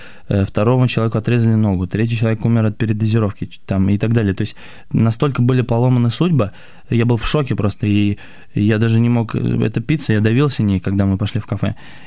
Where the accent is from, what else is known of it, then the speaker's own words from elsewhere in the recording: Yalta, Crimea, Ukraine; moved away; я просто все детство я провел в Ялте